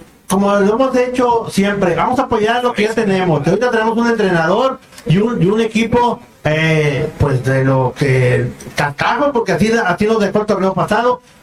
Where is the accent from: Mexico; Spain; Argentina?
Mexico; lo que todos deseamos como buenos mexicanos